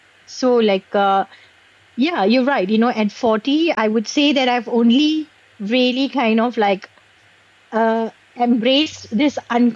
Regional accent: Singapore; born or raised there

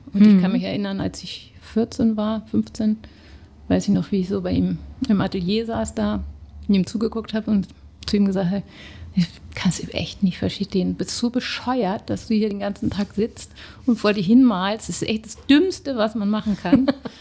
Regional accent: Mannheim, Baden-Württemberg, Germany; dann sind wir in die Nähe von Mannheim gezogen, also Baden-Württemberg dann. Und dann bin ich da in Mannheim auf die Schule gekommen

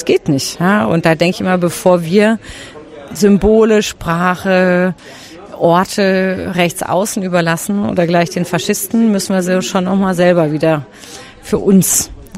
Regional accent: Baden-Württemberg, Germany; Also ich habe schon immer Heimat gesagt. Ja, ich habe immer gesagt, es ist meine Heimat hier. Ich sage immer, wenn ich aus Berlin herkomme und man sieht den Odenwald, ich sehe, ja, man steht auf der Brücke in Heidelberg, dann ist das für mich zu Hause

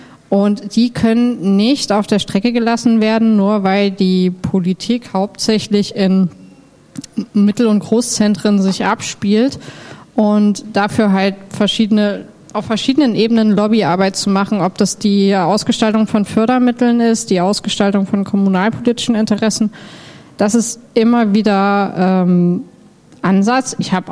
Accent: Dresden, Saxony, Germany; Jetzt bin ich in Dresden aufgewachsen

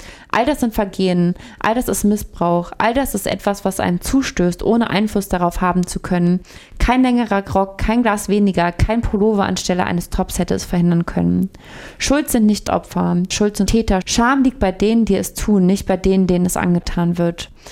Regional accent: France; Denn Frankreich ist auch meine Heimat.

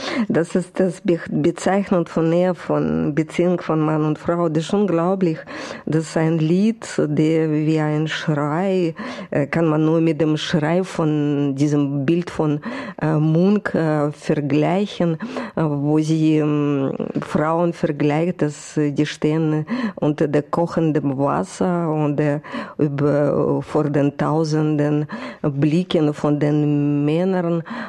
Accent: Russia; German is a second language; moved away; ich komme noch immer noch aus der Zeit, wo wir sehr belesen waren im damaligen Russland, Sowjetunion

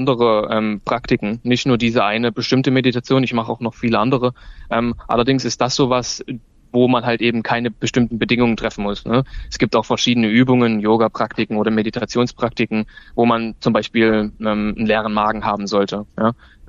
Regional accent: Erfurt, Thuringia, Germany

